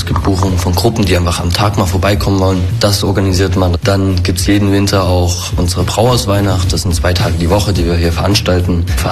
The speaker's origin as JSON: {"language": "German", "town": "Nossen", "region": "Saxony", "country": "Germany", "said": "Ich komme ursprünglich aus Nossen."}